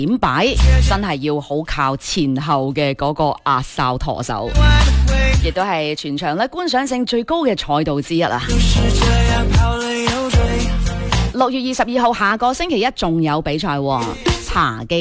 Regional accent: Guangdong, China; 作为广东人真系要适应同埋长时间接受呢一种咁样嘅天气状况噶。

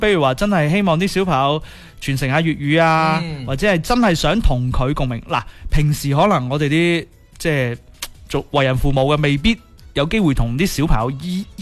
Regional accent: Guangdong, China; 某只牌子其实对于我哋广东人嘅发音嚟讲，不是太那么友好

